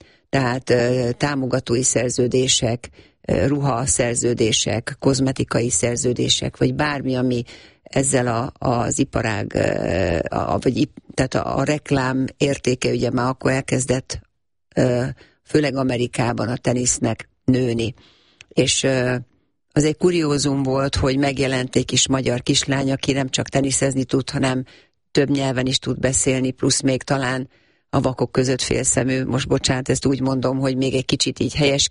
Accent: Hungary

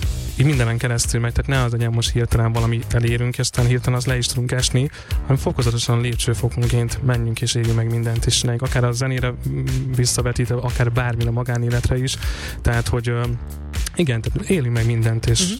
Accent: Békés, Hungary; ugye a Békés megyéből származom, és hogyha hazamegyek, ott jó csönd

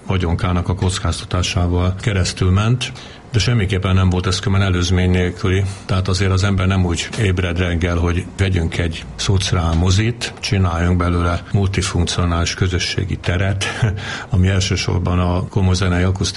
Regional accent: Alsóörs, Veszprém County, Hungary; Így gyerekeskedtem a gyógyszertár környékén Alsősön

